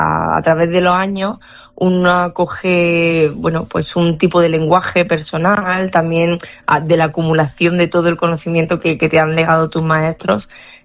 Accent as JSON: {"language": "Spanish", "town": "Granada", "region": "Andalusia", "country": "Spain", "tie": "born or raised there", "moved": "as an adult", "lives_now": "Seville, Spain", "said": "no es casualidad tampoco nacer por las calles del Albaicín y jugar por ahí"}